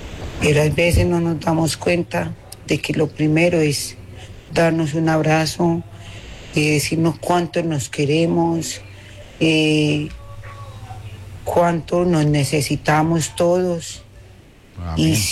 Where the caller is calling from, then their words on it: Colombia; todos nos queremos mucho acá en Colombia